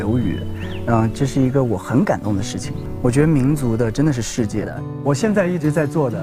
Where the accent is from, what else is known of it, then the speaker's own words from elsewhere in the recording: China; 我觉得作为一个中国人